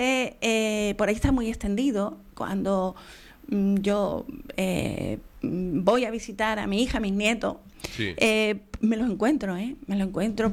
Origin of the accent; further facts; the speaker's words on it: Andalusia, Spain; Pero señores, que somos andaluces y al cuarto de hora estamos diciendo Saporito.